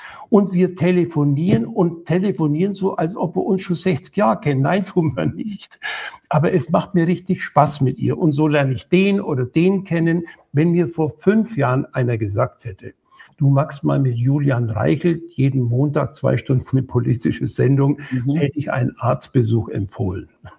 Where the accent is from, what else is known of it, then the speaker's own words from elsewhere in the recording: West Germany, Germany; Wenn du mit den Leuten hier redest, dann erzählen die dir Dinge, die du als Wessi einfach nicht mitbekommen hast, weil du das Leben hier so ja nicht kanntest.